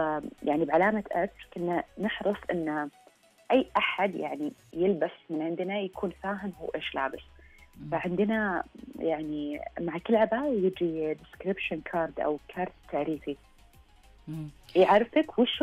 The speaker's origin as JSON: {"language": "Arabic", "country": "Saudi Arabia", "said": "مملكتنا العربية السعودية"}